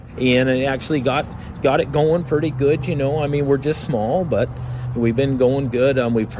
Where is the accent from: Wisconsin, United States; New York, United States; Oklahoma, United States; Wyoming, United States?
Wyoming, United States; Lander; now in North Dakota, United States; I moved here from Lander, Wyoming.